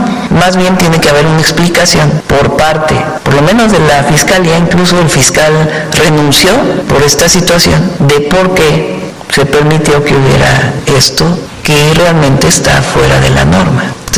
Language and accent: Spanish; Mexico; No, pero tenemos que ser muy serios como mexicanos de que no es porque cualquiera venga a decir cometió un delito, entonces actúas.